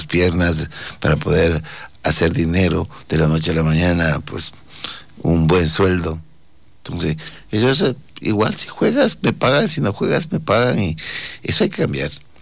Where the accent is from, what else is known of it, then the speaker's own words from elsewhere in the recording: Ecuador; nuestra autoestima como ecuatorianos es baja, somos conformistas, ambiciosos conformistas